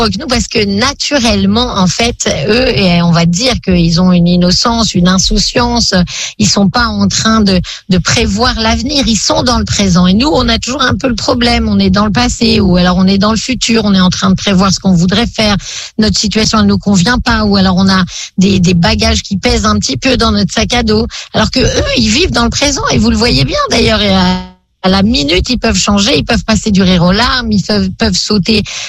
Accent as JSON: {"language": "French", "country": "France", "lives_now": "Israel", "said": "quand on est en Israël et qu'on vient de France, on reste français. Quand on est français ici, on est juif, donc on a finalement toujours une double identité"}